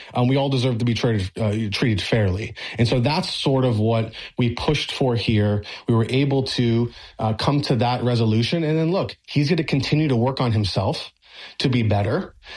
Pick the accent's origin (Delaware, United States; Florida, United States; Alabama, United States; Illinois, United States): Florida, United States; Miami; I'm born and raised in Miami.